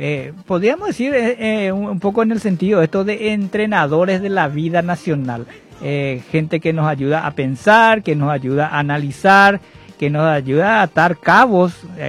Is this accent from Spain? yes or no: no; Paraguay